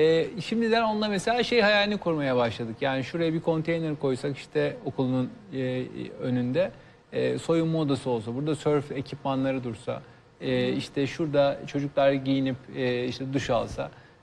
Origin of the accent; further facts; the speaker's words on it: Perşembe, Ordu, Turkey; Ama ben mesela Perşembeliyim, orada oluyum. Orada da Perşembe'de boydan boya okul dolu zaten.